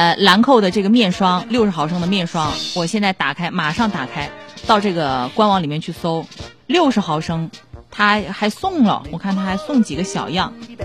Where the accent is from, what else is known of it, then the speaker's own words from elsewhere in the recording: Changsha, Hunan, China; 这是我们长沙话语境里面的区别